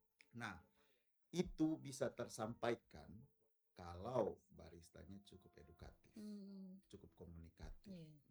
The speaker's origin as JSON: {"language": "Indonesian", "town": "Bajawa", "region": "East Nusa Tenggara", "country": "Indonesia", "said": "Karena saya asli Bajawa. Saya bapak mama tuh Bajawa."}